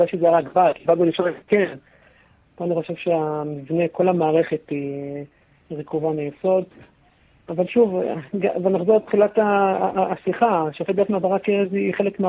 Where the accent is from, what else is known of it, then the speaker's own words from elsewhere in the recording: Bat Yam, Tel Aviv District, Israel; איפה שגדלתי בבת ים